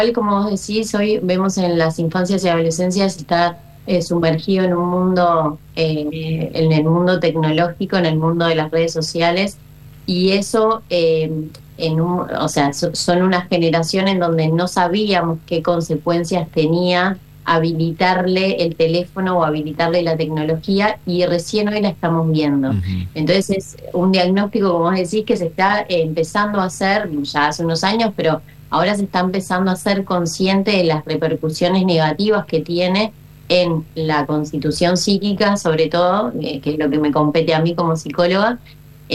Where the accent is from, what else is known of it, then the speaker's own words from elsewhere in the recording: Uruguay; also born or lived in Buenos Aires; yo si bien soy uruguaya, soy psicóloga uruguaya, estudié mis dos especializaciones en Buenos Aires